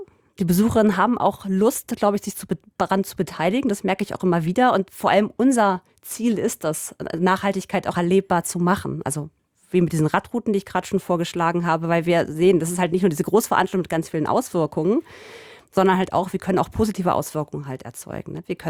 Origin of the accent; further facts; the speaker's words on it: Berlin, Germany; Ich bin sogar in Reinickendorf groß geworden.